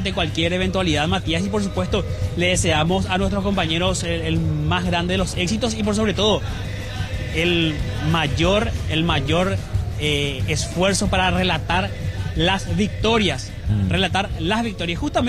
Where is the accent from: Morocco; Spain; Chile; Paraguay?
Paraguay; como buenos y fieles paraguayos que somos